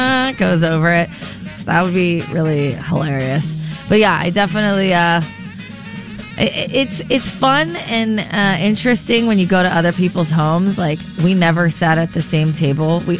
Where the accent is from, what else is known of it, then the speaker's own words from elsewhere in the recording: Santa Barbara, California, United States; growing up in Santa Barbara, growing up Japanese and Italian with lots of exchange students